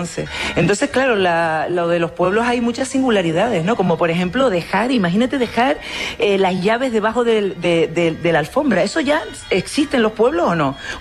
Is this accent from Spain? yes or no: yes; El Paso, Canary Islands, Spain; now in Madrid, Spain; Cuento lo mismo, que soy del municipio del Paso, que me fui de La Palma por salir del Paso, ¿sabes?